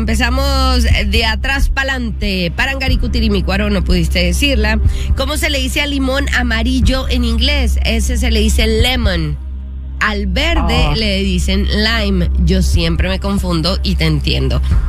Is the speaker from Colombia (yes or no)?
no; Pinar del Río, Cuba; Somos paisanos, sí. Yo soy de Pinar del Río también.